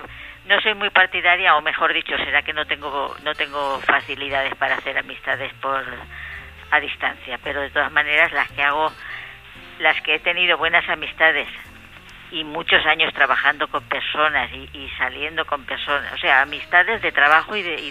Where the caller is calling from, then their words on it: Valencia, Valencian Community, Spain; Hola, estoy en Valencia.